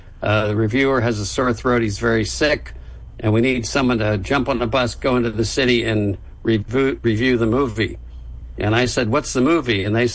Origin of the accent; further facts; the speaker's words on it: Philadelphia, Pennsylvania, United States; now in New Jersey, United States; I'm from Philadelphia